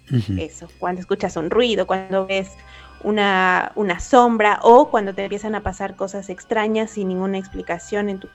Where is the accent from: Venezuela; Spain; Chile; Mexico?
Mexico; now in Buenos Aires, Argentina; soy mexicana, soy locutora, me recibí el año pasado aquí en Buenos Aires como locutora nacional